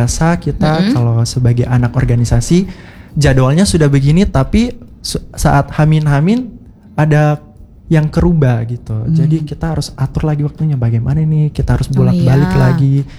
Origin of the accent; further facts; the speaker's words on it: Central Sulawesi, Indonesia; now in Palu, Indonesia; Alhamdulillah saya asalnya dari Kabupaten Buol.